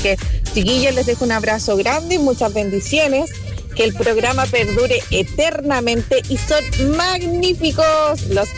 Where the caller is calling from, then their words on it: Maipú, Santiago Metropolitan Region, Chile; de Maipú. Voy camino a mi trabajo en Quilicura.